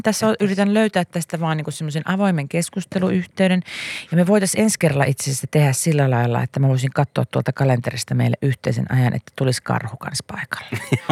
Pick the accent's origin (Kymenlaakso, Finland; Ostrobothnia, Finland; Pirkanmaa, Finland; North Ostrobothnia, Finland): Pirkanmaa, Finland; Tampere; minä oon Tampereelta. Minä oon 38-vuotias.